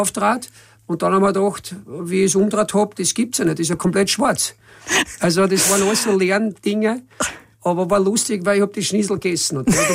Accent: Burgenland, Austria; Ich war immer stolz. Also ein stolzer Österreicher, in Österreich ein stolzer Burgenländer. Jeder hat gewusst, dass ich ein Österreicher bin und kein Australier, wie manche glaubt haben in Spanien.

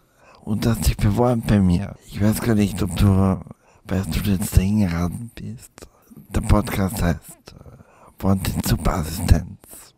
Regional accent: Carinthia, Austria; Ich bin auch Kärntner, ich komme aus Kärnten

